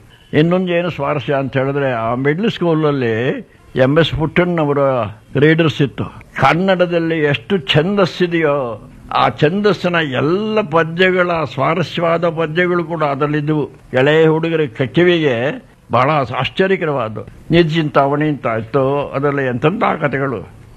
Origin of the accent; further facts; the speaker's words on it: Melukote, Karnataka, India; born there; ನೋಡಿ, ನಾನು ಮೇಲ್ಕೋಟೆಯಲ್ಲಿ ಹುಟ್ಟಿದೆ. ಮೇಲ್ಕೋಟೆ ಅನ್ನೋದು ಶ್ರೀವೇಷ್ಟವರ ಚತುರ್ಧಾಮಗಳಲ್ಲಿ ಒಂದು.